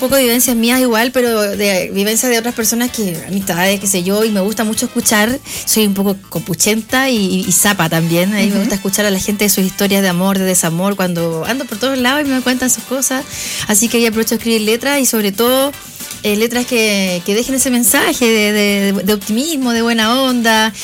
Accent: Chile; El modismo chileno también de hablar, la forma de hablar que tenemos nosotros.

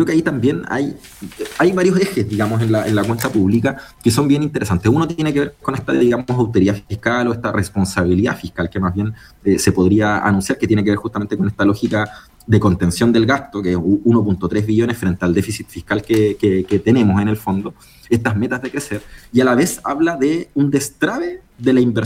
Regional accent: Chile

